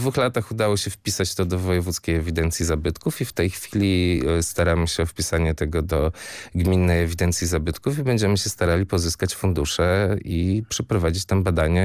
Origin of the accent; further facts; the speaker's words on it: Łeba, Pomeranian Voivodeship, Poland; I byłem na wakacjach u siebie w domu, w mojej rodzinnej miejscowości, bo pochodzę z Łeby